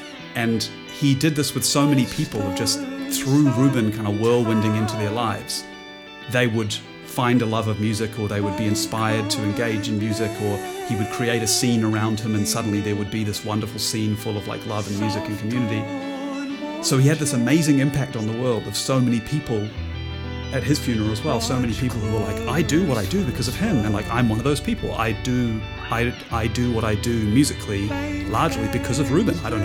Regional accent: Auckland, New Zealand; also born or lived in Wellington; Like for me, I had lived in Wellington before and I grew up in Auckland.

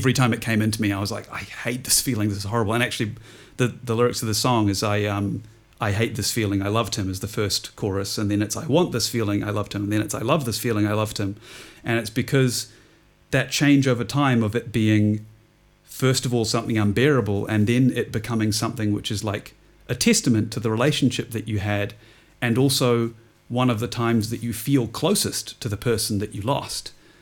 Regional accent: Auckland, New Zealand; also born or lived in Wellington; Like for me, I had lived in Wellington before, and I grew up in Auckland, so I'd lived in a different city

